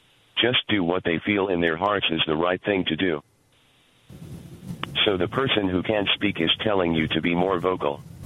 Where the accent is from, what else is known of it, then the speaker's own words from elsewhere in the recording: Vermont, United States; I am from Vermont. I am a longtime listener and I donate to Free Speech TV.